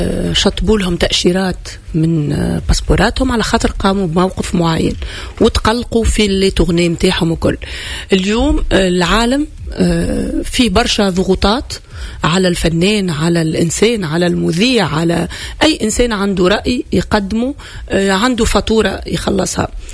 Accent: Tunisia; وتفرق بين تسأل فينا كتونسية تونس والعالم.

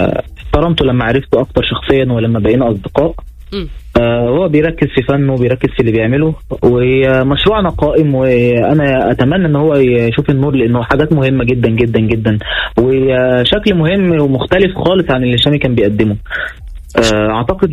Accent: Egypt; عندنا في مصر

